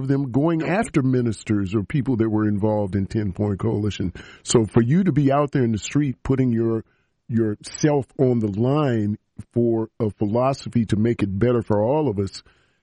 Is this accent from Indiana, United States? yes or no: yes; Indianapolis, Indiana, United States; I remember those down on Indiana Avenue when I grew up in Indianapolis.